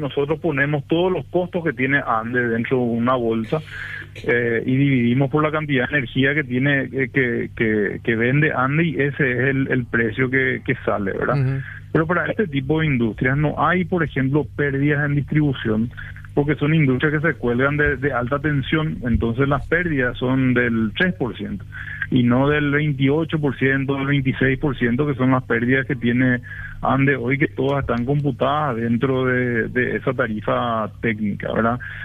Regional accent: Paraguay; nosotros como paraguayos

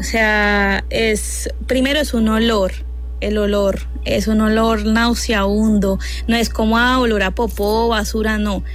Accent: Tolima, Colombia; yo soy del Tolima, yo no soy paisa

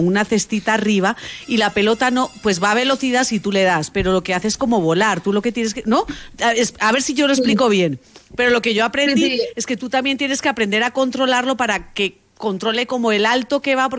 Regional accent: Spain; Entonces yo que vengo de clase media de España, nosotros teníamos raquetas de badminton y jugábamos en el jardín.

